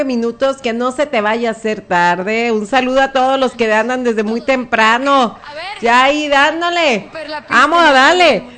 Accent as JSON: {"language": "Spanish", "region": "Nayarit", "country": "Mexico", "said": "Pero pues así es la vida y somos nayaritas y mexicanos, somos bien chambeadores."}